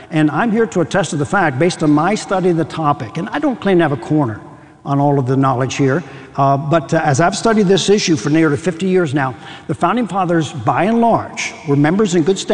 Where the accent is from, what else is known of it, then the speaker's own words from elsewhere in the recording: Pennsylvania, United States; a letter from my pastor back in my home state of Pennsylvania